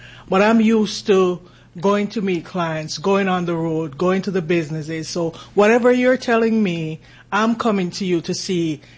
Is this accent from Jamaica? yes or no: yes; Jamaica; accent: Jamaican; moved away as an adult; now in United States; So I was born in Jamaica, and I actually came here as an adult.